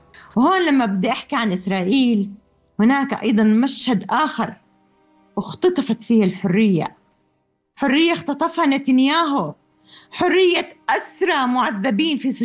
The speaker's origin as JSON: {"language": "Arabic", "country": "Palestine", "moved": "yes", "lives_now": "Sanaa, Yemen", "said": "مع الألم والوجع اللي أبشعر فيه أنا كفلسطينية"}